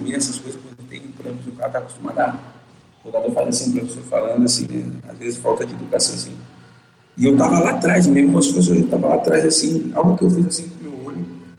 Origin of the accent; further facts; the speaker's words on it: Brazil; moved away as an adult; also born or lived in Japan; Não pode cantar, cara, sou brasileiro.